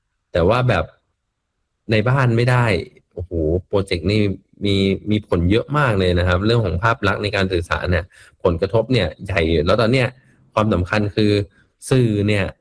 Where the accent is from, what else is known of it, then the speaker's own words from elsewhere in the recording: Bangkok, Thailand; ผู้ว่าชาติชาตินี่คือผมก็จะอวยก็อวยแหละเพราะเราคนกรุงเทพเนาะเราเห็นความเปลี่ยนแปลงในกรุงเทพแบบค่อนข้างเยอะ